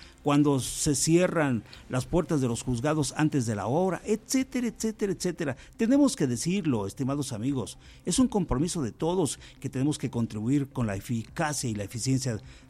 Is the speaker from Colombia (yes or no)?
no; Mexico